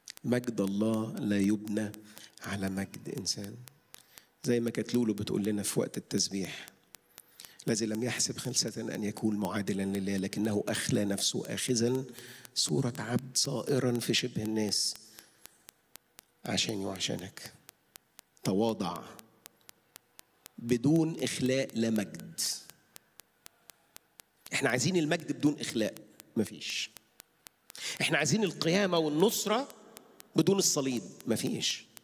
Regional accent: Egypt; احنا مش مصريين بالصدفة

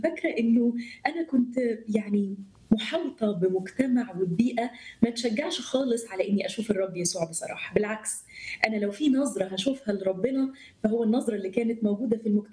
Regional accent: Saudi Arabia; born there; أنا عمري 33 سنة، متجوزة شاب جميل خالص اسمه أندرو. أنا اتولدت في السعودية.

